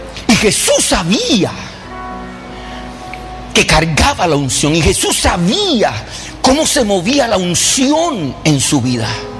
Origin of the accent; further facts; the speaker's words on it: Puerto Rico; yo soy puertorriqueño.